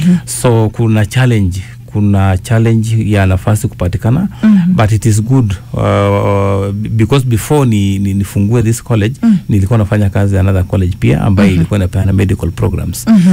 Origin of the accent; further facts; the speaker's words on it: Uasin Gishu County, Kenya; born there; now in Lesos, Kenya; Mimi nimezaliwa upande wa Uasin Gishu. Ninaishi pia Nandi. That is Lesos. Lakini kikazi niko Nakuru.